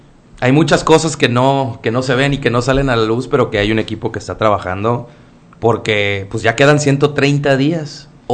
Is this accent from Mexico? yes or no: yes; Mazatlán, Sinaloa, Mexico; Si bien no soy de aquí, soy de Mazatlán, pero pues a través de la familia, a través de todos los viajes que he hecho acá, conozco el estado